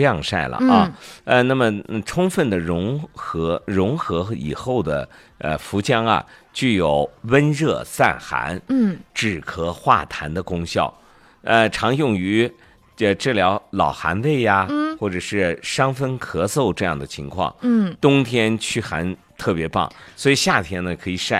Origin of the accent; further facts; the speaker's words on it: Xinjiang, China; 我们新疆人